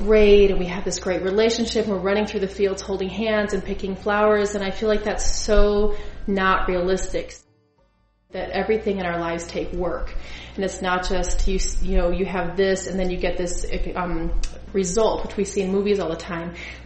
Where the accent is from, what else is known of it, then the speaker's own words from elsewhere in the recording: Georgia, United States; I grew up in Georgia